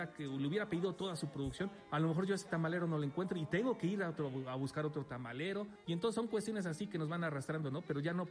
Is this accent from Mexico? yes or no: yes; Mexico; Si luego nosotros como mexicanos no sabemos